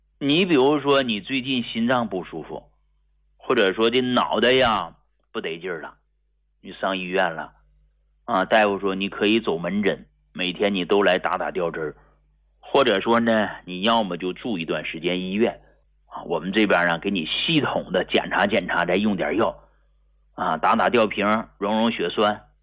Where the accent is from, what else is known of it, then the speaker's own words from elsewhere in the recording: Hegang, Heilongjiang, China; born there; 你像我出生在黑龙江鹤岗这么个地儿啊